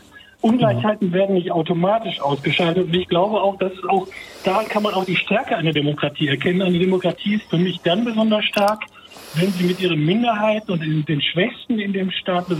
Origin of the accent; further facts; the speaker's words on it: Gladbeck, North Rhine-Westphalia, Germany; Rats- und Kreistagsmitglied in meiner Heimatstadt Gladbeck.